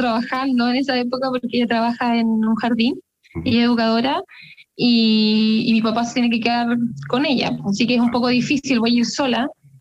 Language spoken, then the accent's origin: Spanish; Coquimbo, Chile; moved away; Y algo que también tengo muy pendiente es poder cantar en mi región, que es Coquimbo